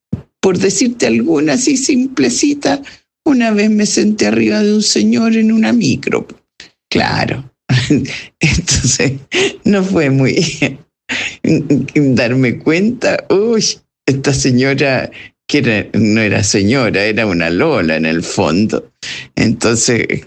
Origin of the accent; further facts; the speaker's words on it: Santiago, Santiago Metropolitan Region, Chile; also born or lived in Viña del Mar; Primero partí de Santiago a Viña, porque yo soy santiaguina. Y me encantó estar en Viña. Y qué fuerte fue volver de Viña a Santiago.